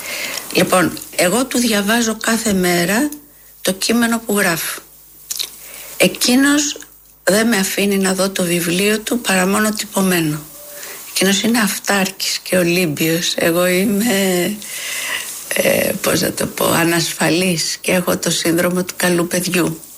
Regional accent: Athens, Attica, Greece; born there; also born or lived in Alexandria, Egypt; Εγώ γεννήθηκα στην Αλεξάνδρεια, αλλά ήρθα 6 μηνών στην Κυψέλη, σε ένα σπίτι στη Λίμνου που τώρα λέγεται Λέλας Καραγιάννη.

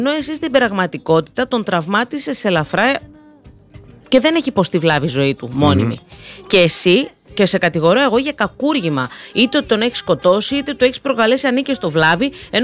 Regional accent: Greece; εγώ να σου πω κάτι ως Ελληνίδα τώρα

